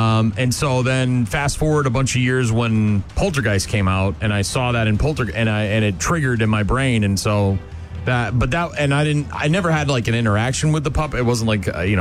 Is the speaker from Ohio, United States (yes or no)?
no; Nashua, New Hampshire, United States; We lived, we moved into a house on Syracuse Road in Nashua, New Hampshire, my hometown. And I grew up there.